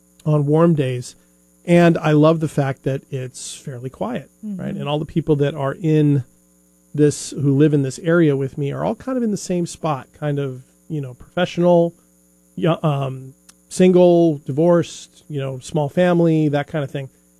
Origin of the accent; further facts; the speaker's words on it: Huntington Beach, California, United States; When I was growing up in Huntington Beach, California, out on the big, long city and state beach there